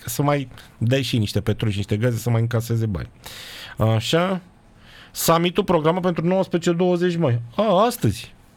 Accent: Bucharest, Romania; eu sunt din București, provenit din altă zonă.

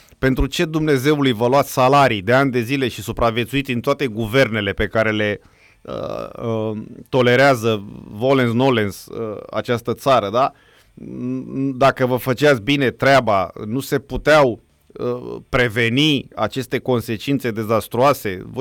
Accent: Romania; mă simt insultat ca român

